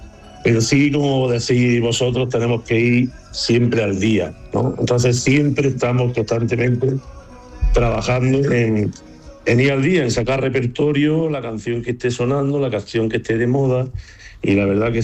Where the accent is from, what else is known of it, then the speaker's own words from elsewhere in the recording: Andalusia, Spain; somos de distintos pueblos de Granada, de Jaén, pero bueno, la orquesta realmente los que más somos de Granada.